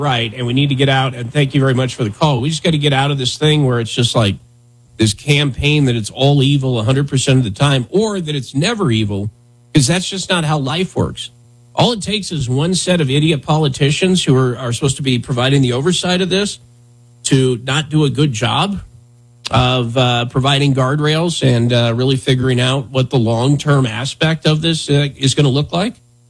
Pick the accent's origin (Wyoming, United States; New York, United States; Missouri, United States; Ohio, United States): Wyoming, United States; when I was growing up in Wyoming